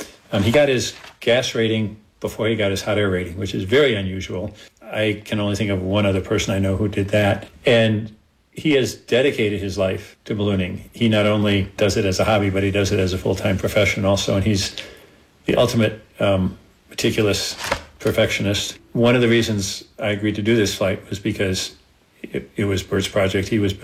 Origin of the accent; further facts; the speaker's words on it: Connecticut, United States; I came out here from Connecticut, and it was a whole new world for me